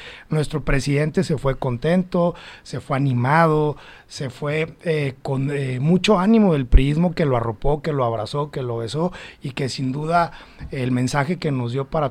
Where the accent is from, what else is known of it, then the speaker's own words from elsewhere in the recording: Chihuahua, Mexico; Quienes integramos el Comité Ejecutivo Nacional y somos de Chihuahua